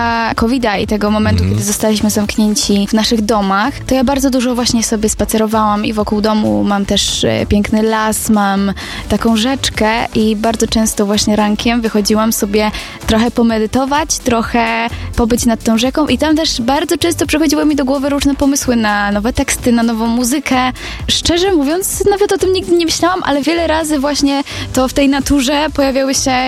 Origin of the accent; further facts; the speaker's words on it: Skrzydlna, Lesser Poland, Poland; moved away; pochodzę ze Skrzydylnej, to jest taka mała wioska w powiecie limanowskim, piękne góry za oknem, widoki.